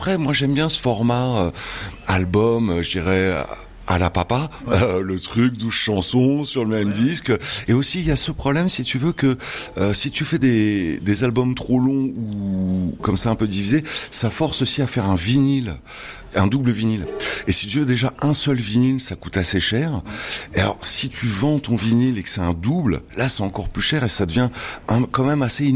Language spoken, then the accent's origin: French; France; je le fais aussi parce que, bon, déjà, je suis français et que j'ai écouté … etc. quand j'étais petit.